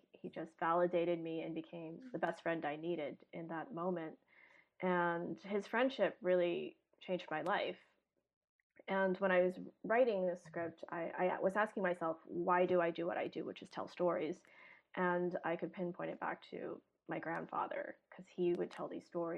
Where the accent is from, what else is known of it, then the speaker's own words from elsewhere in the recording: Hong Kong; when I was growing up in Hong Kong